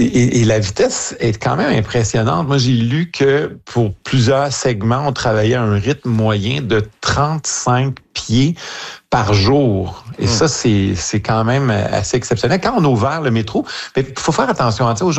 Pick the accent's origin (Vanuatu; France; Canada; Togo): Canada; Montreal, Quebec; chez nous à Montréal, c'est le maire Sarto-Fournier qui est le maire de Montréal.